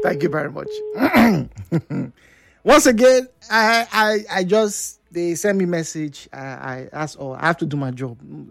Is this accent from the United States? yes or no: no; Choba, Rivers, Nigeria; from Choba.